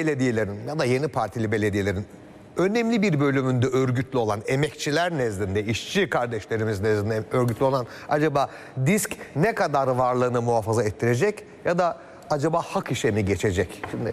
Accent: Kars, Turkey; born there; Bakın ben Kars'ta doğdum.

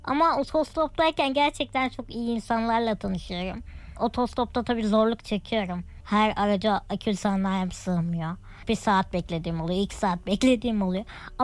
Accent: Istanbul, Turkey; born there; 1996 yılında İstanbul'da doğdum.

